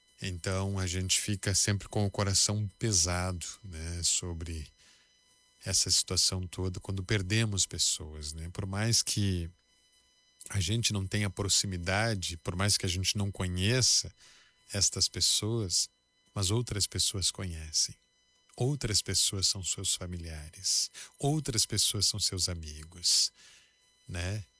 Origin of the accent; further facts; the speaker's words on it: Vacaria, Rio Grande do Sul, Brazil; Eu falo com propriedade, né? Porque sou natural de Vacaria, né?